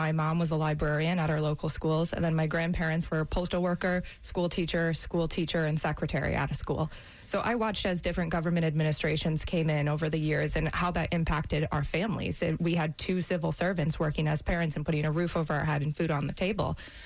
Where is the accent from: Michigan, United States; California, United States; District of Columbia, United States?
Michigan, United States; Originally from Michigan. I've been here about 10 years.